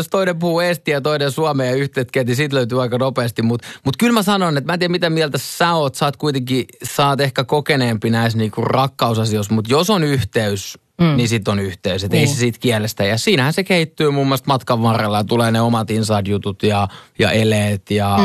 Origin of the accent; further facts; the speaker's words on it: Lahti, Päijät-Häme, Finland; mä oon lahjasta kotoisin, mä vien sen tonne Ahtialaan mummo pöytään istuun.